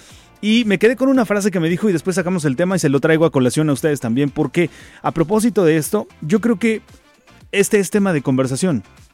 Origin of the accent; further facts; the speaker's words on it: Mexico; la mayor parte del grueso de la población mexicana, creo que crecimos así